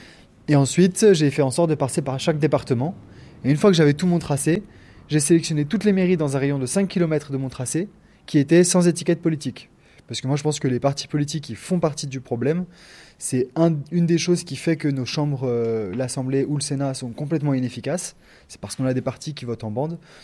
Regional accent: Villeurbanne, Auvergne-Rhône-Alpes, France; born there

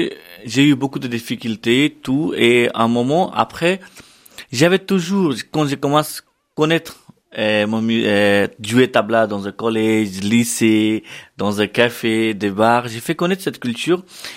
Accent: Jaipur, Rajasthan, India; French is a second language; moved away; Depuis plus de 7 générations, on fait la musique de notre famille. Et je viens de Rajasthan, de ville Jaipur.

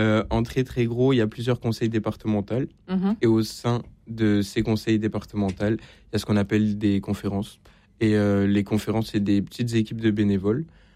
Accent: Montpellier, Occitanie, France; parce que de base, je viens de Montpellier.

